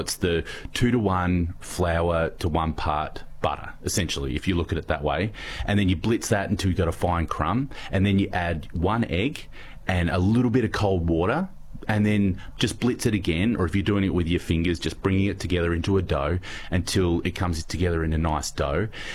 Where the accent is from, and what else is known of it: Adelaide, South Australia, Australia; born or raised there